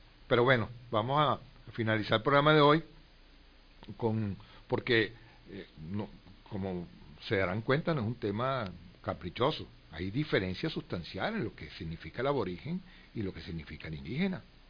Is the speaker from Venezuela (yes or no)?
yes; Venezuela; born there; yo nací en Venezuela